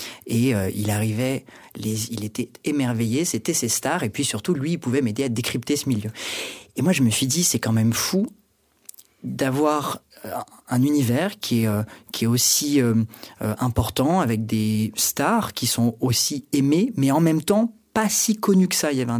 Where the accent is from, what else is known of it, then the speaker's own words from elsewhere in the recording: France; ce roman, je l'avais écrit, j'ai grandi en France, donc c'était dans un français entre guillemets de France